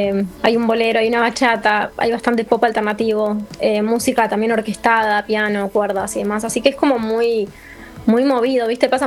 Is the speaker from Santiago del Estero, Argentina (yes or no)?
no; Burzaco, Buenos Aires Province, Argentina; also born or lived in Saavedra, Buenos Aires; now in Caballito, Buenos Aires, Argentina; crecí en Bursaco bastante y en Saavedra.